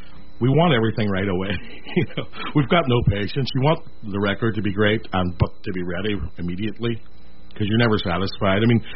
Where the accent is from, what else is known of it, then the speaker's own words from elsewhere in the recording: Derry, Northern Ireland, United Kingdom; moved away; I grew up in Derry.